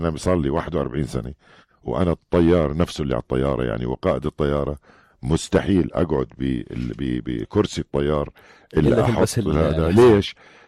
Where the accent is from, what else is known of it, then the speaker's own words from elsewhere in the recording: Jordan; يعني احنا عندنا دائما سلطة الطيران الجوية هون عندنا بالأردن